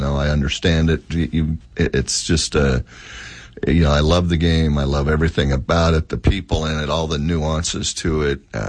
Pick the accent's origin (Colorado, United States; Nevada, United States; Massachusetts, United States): Nevada, United States; Tonopah; growing up in Tonopah